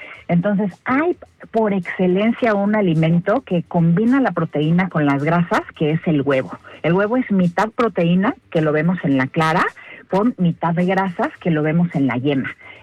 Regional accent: Mexico

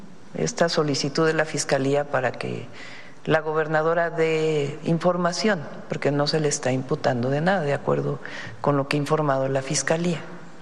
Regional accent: Mexico; No, pero tenemos que ser muy serios como mexicanos

